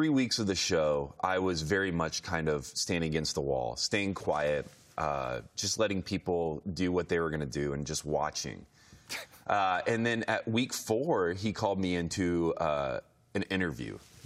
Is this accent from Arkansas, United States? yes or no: no; Indiana, United States; I had no friends in Denver. I'm from Indiana originally.